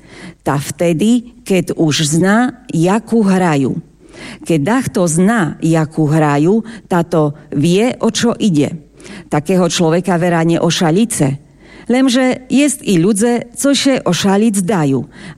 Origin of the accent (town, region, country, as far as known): Prešov Region, Slovakia; accent: Šariš dialect; first language Šariš dialect